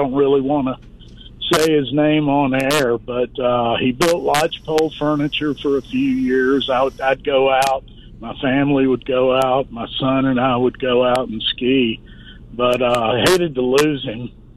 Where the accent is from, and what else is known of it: Birmingham, Alabama, United States; born or raised there